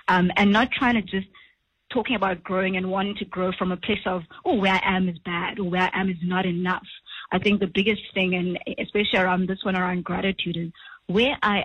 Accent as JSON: {"language": "English", "region": "Eastern Cape", "country": "South Africa", "tie": "born or raised there", "also_born_or_lived": "Gauteng", "first_language": "Xhosa", "second_language": "English", "said": "So I grew up in the Eastern Cape. My mom Khosa, so I grew up speaking is Khosa. However … just that language barrier, having a name in Sesotho but speaking a different language when I moved to Gauteng"}